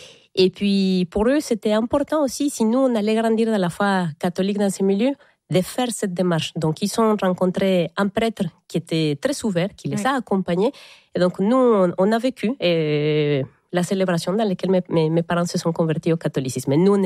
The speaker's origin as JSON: {"language": "French", "region": "Querétaro", "country": "Mexico", "tie": "born or raised there", "accent": "Mexican", "second_language": "French", "moved": "yes", "lives_now": "France", "said": "Alors moi j'ai grandi dans une ville qui s'appelle Querétaro. Et donc, qui est au nord de la ville de Mexico, à 1205 kilomètres, mais pas au nord du pays. C'est vraiment dans les centres du pays."}